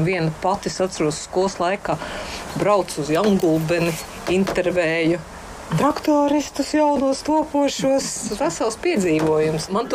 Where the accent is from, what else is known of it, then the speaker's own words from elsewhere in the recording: Riga, Latvia; Es nāku no Rīgas centra, mācījos 50. Vidusskolā.